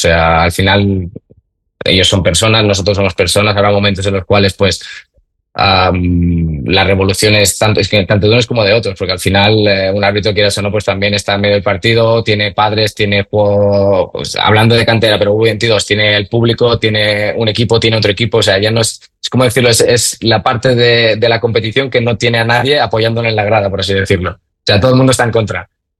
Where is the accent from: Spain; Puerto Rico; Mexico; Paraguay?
Spain; Menorca, Balearic Islands; Menorca por mi tierra, porque me tira a tierra